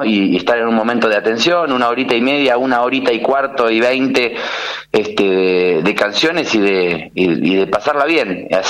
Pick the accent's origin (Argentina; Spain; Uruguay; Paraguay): Argentina; Mar del Plata, Buenos Aires Province; De Mar del Plata.